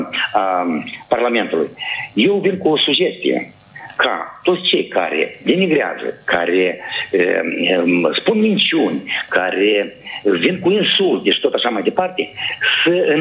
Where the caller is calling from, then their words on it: Căușeni, Căușeni District, Moldova; Sunt de la Căușeni